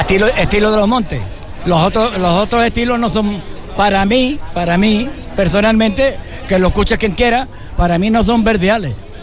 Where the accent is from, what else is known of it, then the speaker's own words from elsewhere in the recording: Andalusia, Spain; Somos todos del terreno, de aquí de los alrededores de Málaga, de los montes de Málaga. Entonces, esto viene de padre a hijo.